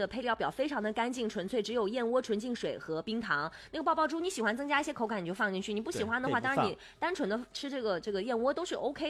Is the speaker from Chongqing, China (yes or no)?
no; Inner Mongolia, China; born or raised there